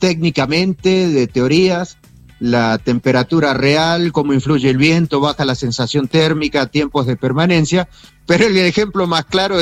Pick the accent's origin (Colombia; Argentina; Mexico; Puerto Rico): Argentina; Patagonia; now in Antarctica; yo soy patagónico